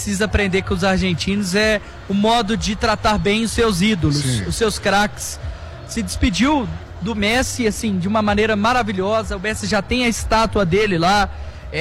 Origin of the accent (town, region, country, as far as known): Brazil